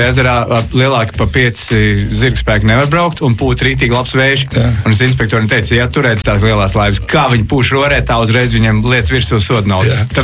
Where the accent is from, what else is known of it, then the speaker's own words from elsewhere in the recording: Valmiera, Valmiera Municipality, Latvia; Es Valmierietis.